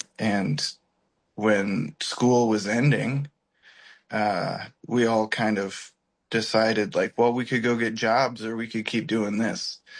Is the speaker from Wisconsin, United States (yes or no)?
yes; Monroe, Wisconsin, United States; moved away as an adult; also born or lived in Oshkosh, Wisconsin; now in Minneapolis, United States; I was born and raised in Monroe, Wisconsin. It's well known for its cheese days celebration. Mm-hmm. Kind of keeps you humble growing up with that many polka bands.